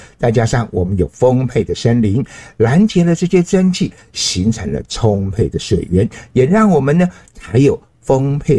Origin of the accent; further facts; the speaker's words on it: Nanzhuang, Miaoli County, Taiwan; 尤其在我的部落苗栗县南庄乡的八卡山部落，我老家就是非常有名的嘉里山，嘉里山素有台湾小百岳之称